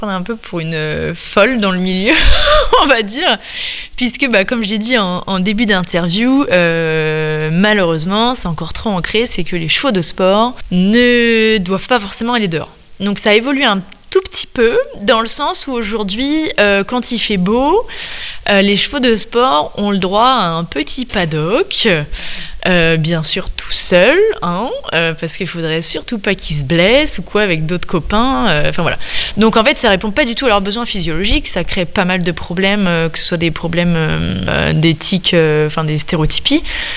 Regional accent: Normandy, France; moved away as an adult; now in Centre-Bretagne, France; en tant que bonne Normande, très attachée à ma terre

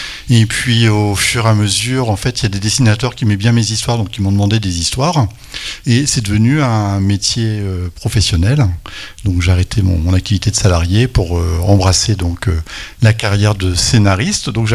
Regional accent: Normandy, France; parce que je suis normand

